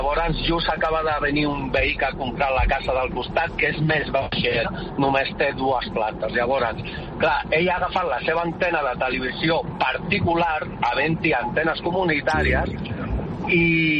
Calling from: Riera de Gaià, Catalonia, Spain; soc de la Riera de Gaià, vale, ara mateix estic conduint

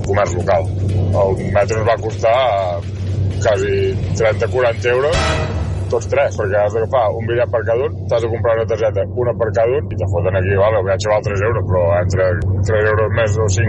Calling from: Girona, Catalonia, Spain

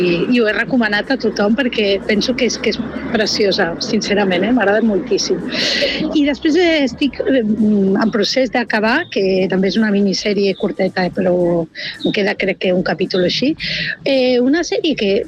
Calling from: Barcelona, Catalonia, Spain; de Barcelona.

